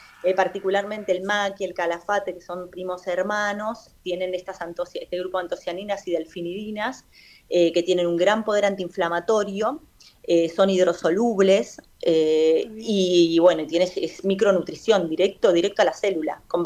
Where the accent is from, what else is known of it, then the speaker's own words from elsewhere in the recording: El Bolsón, Río Negro, Argentina; Yo soy nacida y criada acá en el Bolsón. Yo estoy ahora acá en el Bolsón, en la Patagonia.